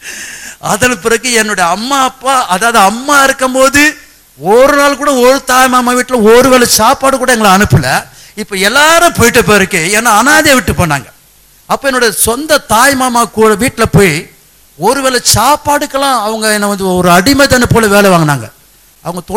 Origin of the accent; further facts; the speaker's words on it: Chennai, Tamil Nadu, India; இங்க இருக்கிறதான அருகாமல, இங்க எல்லாம் அருகாமல், சிந்தாதிரிப்பட்டு என்ற ஊர்ல தான் நான் பிறந்து வளர்ந்தேன்.